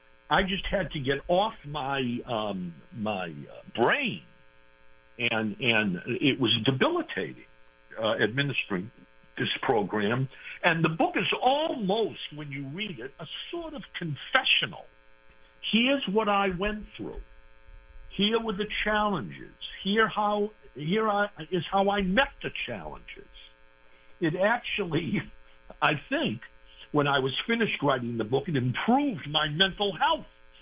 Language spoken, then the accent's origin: English; Massachusetts, United States; Well, as a youngster, I grew up in Massachusetts, the home of President John F. Kennedy.